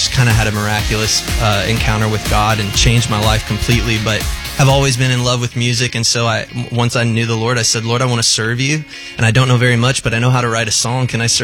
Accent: Texas, United States; I come from Texas, and everything's just burnt all the time because it's so hot.

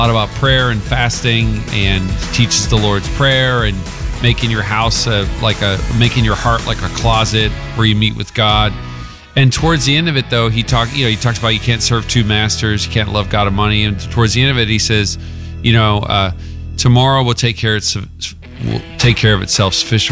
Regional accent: Newfoundland and Labrador, Canada; moved away; we went back to Newfoundland last October for fall break.

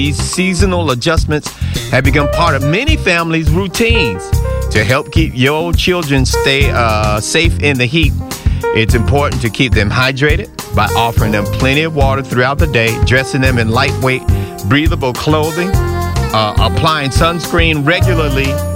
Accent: Lakeland, Florida, United States; Growing up in Lakeland, man, it gets hot in Lakeland.

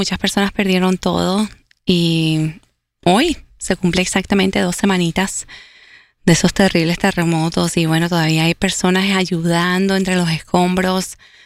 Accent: Venezuela; Yo soy de Venezuela

